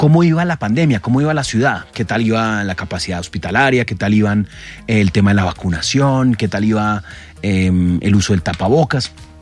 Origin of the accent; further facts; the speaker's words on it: Colombia; Y ahí es donde, como colombianos, tenemos que hacer un cambio de mentalidad